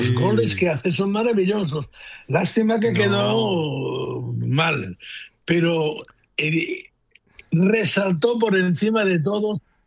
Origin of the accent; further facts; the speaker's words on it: Barcelona, Catalonia, Spain; born there; Yo nací en Barcelona.